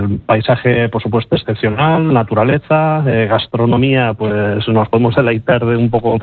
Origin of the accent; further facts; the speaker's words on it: Urdax, Navarre, Spain; somos un pueblo pequeñito, no llegamos a los 400 habitantes y 18 kilómetros cuadrados de lo que es el municipio, pero como he dicho, tenemos el barrio de Ancharinea, que es la zona de las ventas, ese comercio y tal, y luego pues vivimos del turismo